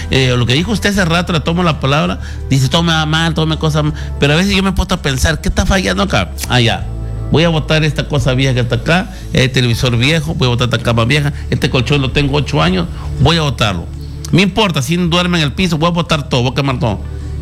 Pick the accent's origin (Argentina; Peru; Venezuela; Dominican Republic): Peru; Catacaos, Piura; Yo soy de Catacaos, Piura, yo soy de Catacaos.